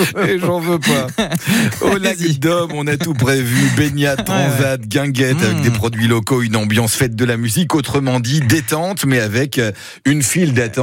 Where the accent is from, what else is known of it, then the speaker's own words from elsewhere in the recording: Centre-Val de Loire, France; chez nous en Touraine